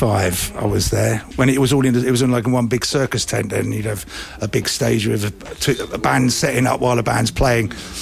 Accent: Cambridge, East of England, United Kingdom; We've kind of rinsed Cambridge, as we're from Cambridge.

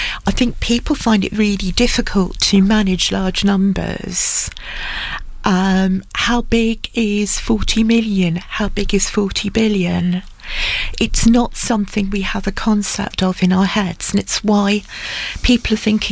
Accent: Manchester, North West England, United Kingdom; I grew up in Manchester, which used to be King Cotton, you know, one of the richest cities in the world

